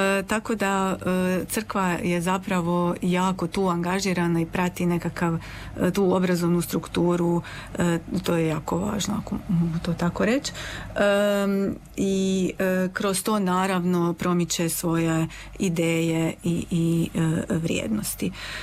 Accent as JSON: {"language": "Croatian", "country": "Croatia", "said": "Kod nas u Hrvatskoj"}